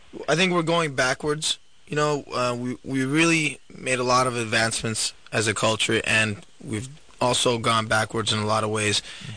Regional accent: United States; I'm very afraid as an American

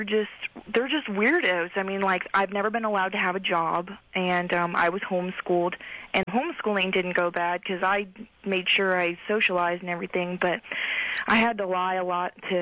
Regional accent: England, United Kingdom; I'm an Englishman.

